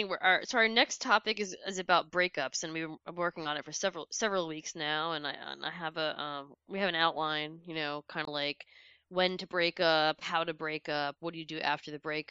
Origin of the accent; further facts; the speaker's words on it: New York, United States; I'm the same age as Don Jr. I'm older than Ivanka. I grew up in New York, and Trump was big.